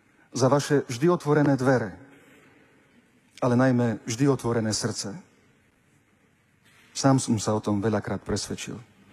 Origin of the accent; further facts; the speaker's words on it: Košice, Košice Region, Slovakia; Narodil som sa v Košiciach. Tu som prežil väčšinu svojho života i svojej kňazskej a biskupskej služby. Tu som doma.